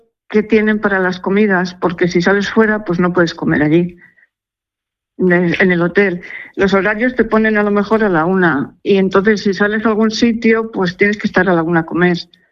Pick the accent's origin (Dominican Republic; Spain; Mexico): Spain; Toro, Castile and León; Yo soy de Zamora, de Toro.